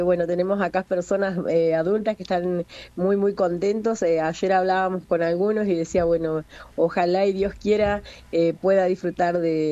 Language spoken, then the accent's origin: Spanish; Las Plumas, Chubut, Argentina; yo soy nacida y criada acá en Las Plumas, hoy tengo 47 años.